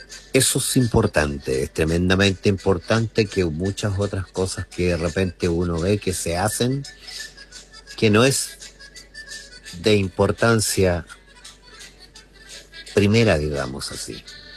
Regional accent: Lago Ranco, Los Ríos, Chile; el orgullo de nosotros, los ranquinos

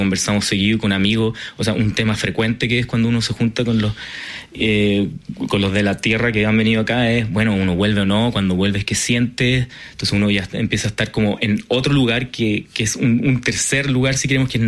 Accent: Chile; moved away as an adult; also born or lived in Germany; now in Paris, France; No, yo salí de Chile, en mi caso, por estudios de posgrado en Alemania, y ahora acá en París sigo con mi vida científica

